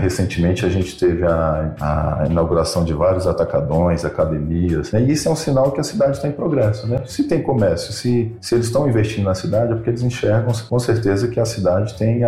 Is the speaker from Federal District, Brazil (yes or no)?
yes; Recanto das Emas, Federal District, Brazil; born or raised there; also born or lived in Taguatinga